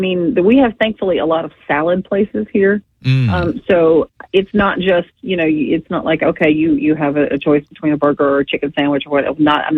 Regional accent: Mississippi, United States; The first five on the list are my home state of Mississippi is number one at 0.48%.

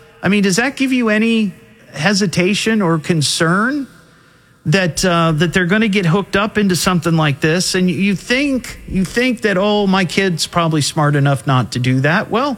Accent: Dayton, Ohio, United States; I'm going to go to the broadcasting school in my hometown right here in Dayton.

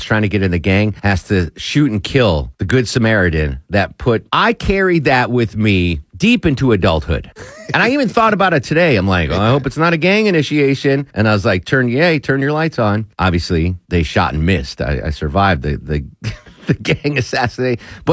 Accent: Torrington, Connecticut, United States; So I come from Torrington, Connecticut. It's a small little hamlet. There wasn't much crime. It was just a nice little town. Mill town. Blue collar. You know, it was just a fantastic place to grow up.

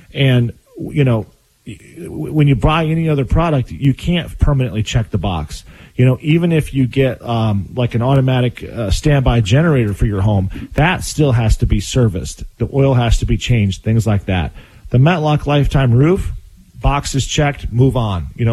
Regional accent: Michigan, United States; my hometown's in Michigan, and years ago, my hometown actually got hit with, they call them a straight line windstorm.

